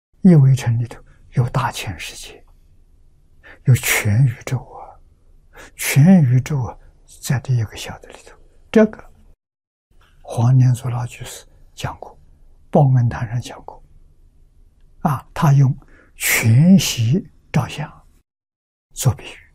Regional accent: China; 我们中国人

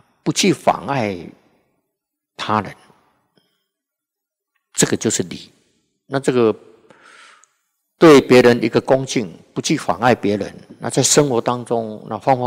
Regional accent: Taichung, Taiwan; 他是彰化人，我们是台中人。

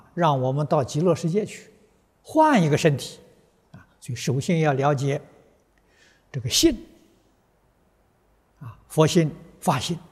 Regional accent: China; 我们中国人讲灵魂

